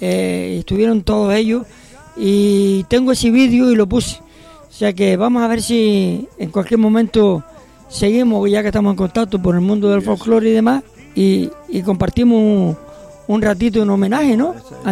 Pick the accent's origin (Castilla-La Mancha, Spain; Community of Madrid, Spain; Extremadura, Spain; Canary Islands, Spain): Canary Islands, Spain; Tamaraceite; Yo soy de Tamaraceiteiro.